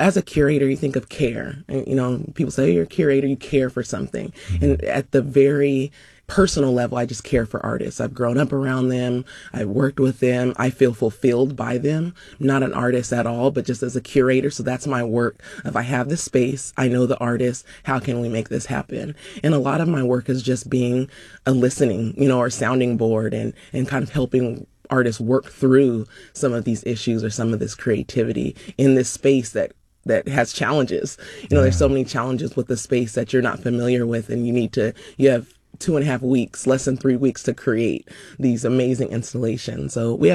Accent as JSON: {"language": "English", "town": "Sacramento", "region": "California", "country": "United States", "tie": "born or raised there", "said": "growing up in Sacramento, I've walked past that building hundreds of times, wondering what it was."}